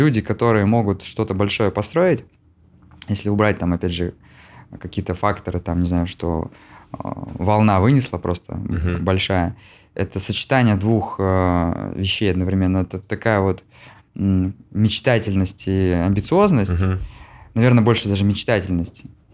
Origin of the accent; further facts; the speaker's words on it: Syktyvkar, Komi Republic, Russia; Я вырос в Сыктывкаре.